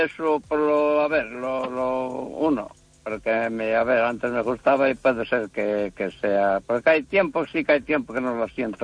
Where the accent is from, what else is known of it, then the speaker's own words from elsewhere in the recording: A Coruña, Galicia, Spain; ahora en este momento estoy aquí llegando a Tabeallo, pero yo soy de Coruña.